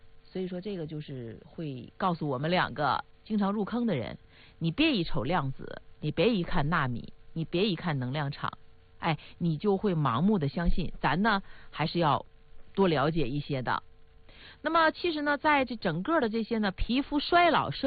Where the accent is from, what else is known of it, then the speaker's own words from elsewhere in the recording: Northeast China, China; 对于呢，这个像用我们东北话说，有点褶子